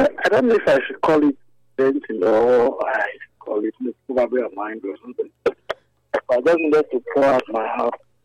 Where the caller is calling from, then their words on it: Oluku, Edo, Nigeria; From Oluku